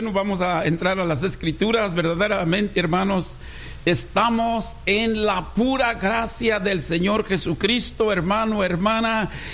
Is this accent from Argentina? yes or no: no; Mexico; moved away; soy mexicano